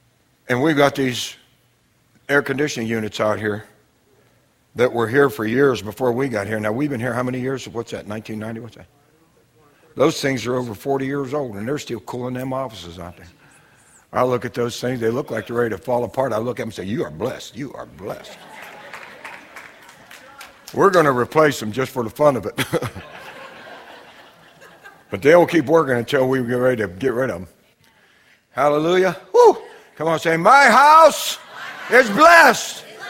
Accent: United States; we're Americans.

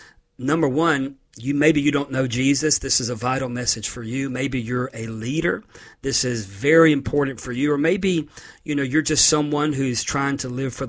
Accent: Florida, United States; my home state of Florida is being hit by a hurricane.

